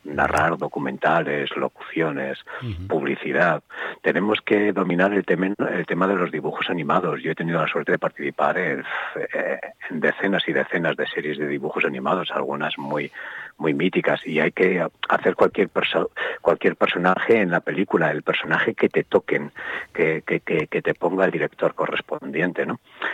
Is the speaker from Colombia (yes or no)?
no; Castro Urdiales, Cantabria, Spain; yo soy de Cantabria, soy de Castrurdiales